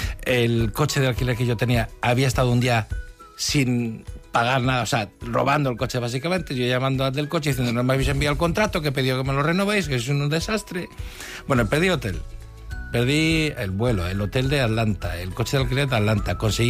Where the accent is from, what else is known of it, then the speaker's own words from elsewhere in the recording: Spain; ¿Sois americanos? No, somos españoles.